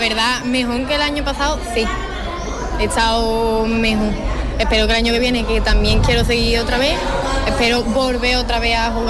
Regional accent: Ubrique, Andalusia, Spain; No, sí, soy de Ubrique también.

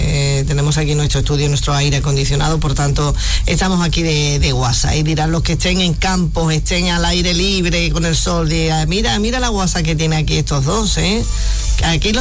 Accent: Cádiz, Andalusia, Spain; nosotros porque somos de Cádiz podemos ir y venir

